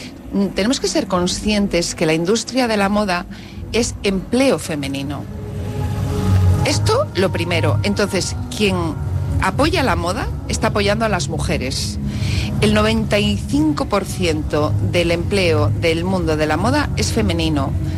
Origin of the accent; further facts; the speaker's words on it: Castile and León, Spain; also born or lived in Paris; yo vengo de Castilla y León.